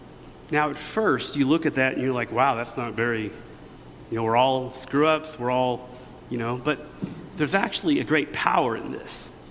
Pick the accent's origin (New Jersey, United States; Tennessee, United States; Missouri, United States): Missouri, United States; It's like we're in Missouri. I'm from Missouri.